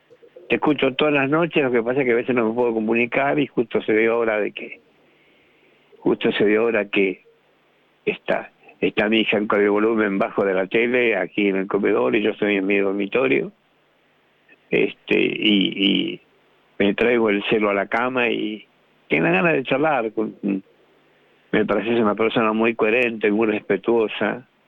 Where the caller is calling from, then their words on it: Hurlingham, Buenos Aires Province, Argentina; De Burlingame, ¿conoces?